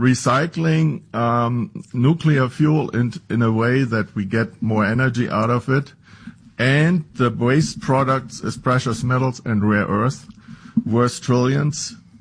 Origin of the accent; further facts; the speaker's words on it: Berlin, Germany; moved away as an adult; also born or lived in Las Vegas, Nevada; now in Nevada, United States; I was born and raised in Berlin. I went to school there, got my PhD at the Institute for Radiation and Nuclear Physics. And after that, I came to the U.S. in 1994